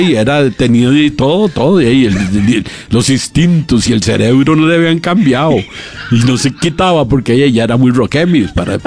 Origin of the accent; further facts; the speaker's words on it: San José, Costa Rica; yo me crié en puro Chepe